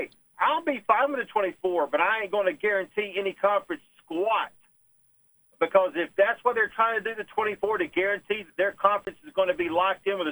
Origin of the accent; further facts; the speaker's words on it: the South, United States; As a Southerner